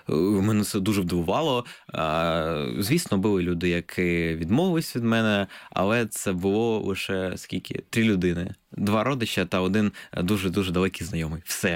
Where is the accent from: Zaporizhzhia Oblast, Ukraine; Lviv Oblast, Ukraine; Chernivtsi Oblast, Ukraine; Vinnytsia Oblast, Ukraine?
Zaporizhzhia Oblast, Ukraine; Zaporizhzhia; born there; мені повезло, я народився в Запоріжжі і я був в реєстрах.